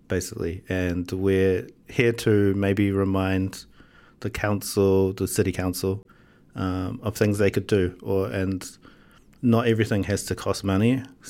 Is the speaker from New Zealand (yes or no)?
yes; New Zealand; now in Austria; Within the party, we have people from different countries, such as I'm from New Zealand, Australia, England, Philippines.